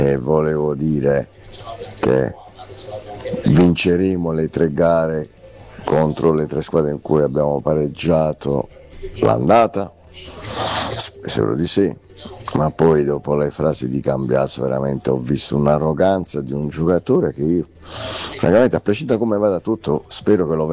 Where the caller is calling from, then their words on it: Taranto, Apulia, Italy; da Taranto.